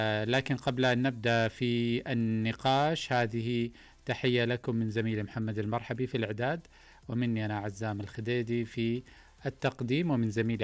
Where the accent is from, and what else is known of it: Saudi Arabia